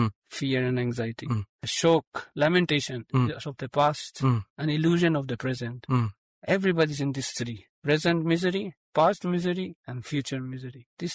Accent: Spain; Just like I'm from Spain

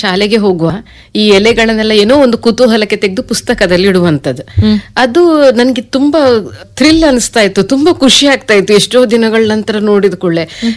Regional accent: Lali, Karnataka, India; born or raised there; also born or lived in Saligrama / Sagara / Udupi / Mangaluru

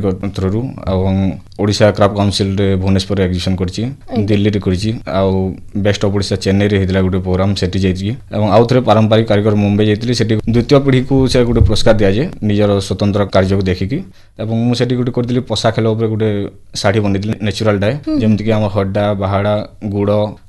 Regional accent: Chichinda, Odisha, India; ବରଗଡ଼ ଜିଲ୍ଲା ଅନ୍ତର୍ଗତ ଭେଡ଼େନର ଚିଚିଣ୍ଡା ମୋର ଗାଁ, ଆଉ ମୁଁ ଜଣେ ଯୁବ ବୁଣାକାର।

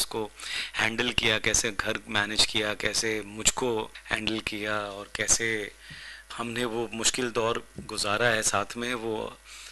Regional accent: Mumbai, Maharashtra, India; मैं मुंबई में पला बड़ा हूँ, मराठी बोल लेता हूँ

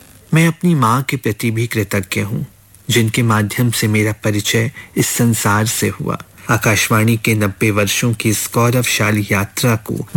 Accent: Gorakhpur, Uttar Pradesh, India; born or raised there

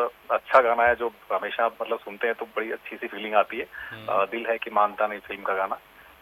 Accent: Rajasthan, India; born there; also born or lived in Churu; क्योंकि उससे पहले तो मैं चूरू पढ़ा हूँ 2-3 साल लगातार, तो उस वक्त तो सुनता था लेकिन गांव में फ्रिक्वेंसी की दिक्कत होती थी।

